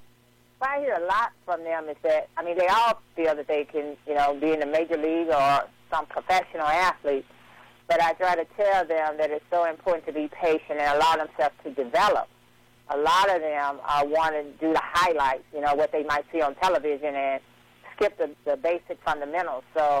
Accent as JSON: {"language": "English", "town": "East St. Louis", "region": "Illinois", "country": "United States", "tie": "born or raised there", "said": "my hometown of East St. Louis"}